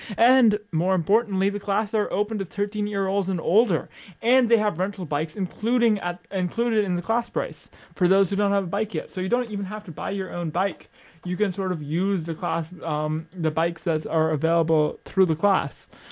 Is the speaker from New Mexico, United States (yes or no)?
no; New York, United States; now in North Carolina, United States; I'm from New York